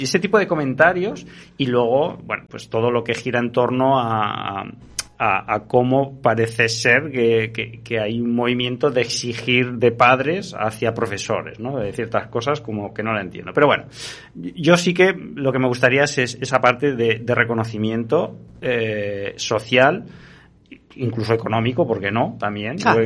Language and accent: Spanish; Basque Country, Spain; yo soy vasco.